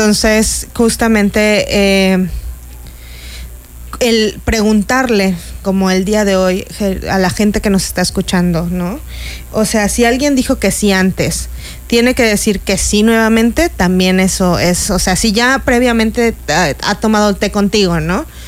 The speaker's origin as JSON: {"language": "Spanish", "country": "Mexico", "said": "como los mexicanos somos como tan apapachadores, tan, tan cálidos"}